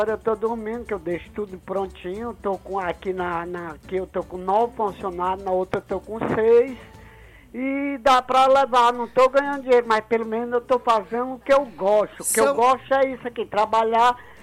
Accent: Canindé, Ceará, Brazil; Você sabe que eu vim lá do interior de Canindé.

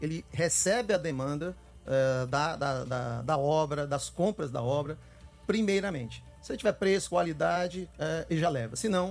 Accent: Ceará, Brazil; falarem que como nós aqui como cearenses somos unidos.

